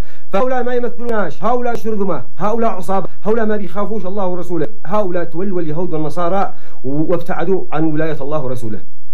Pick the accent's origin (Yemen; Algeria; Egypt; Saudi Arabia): Yemen; بلادنا اليمن السعيد،